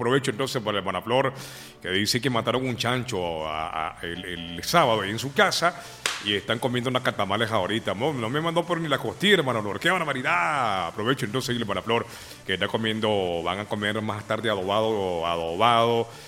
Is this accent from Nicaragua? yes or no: yes; Managua, Nicaragua; born there; moved away; yo soy de Managua, yo soy nacido en Managua, pero aquí me robaron.